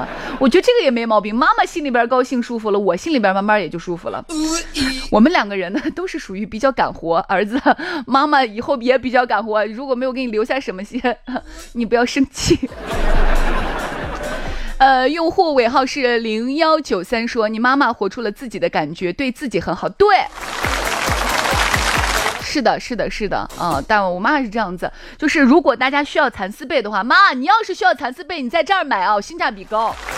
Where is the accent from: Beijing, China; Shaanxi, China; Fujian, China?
Shaanxi, China; 就像我们陕西人经常说的那句话，我回呀啊。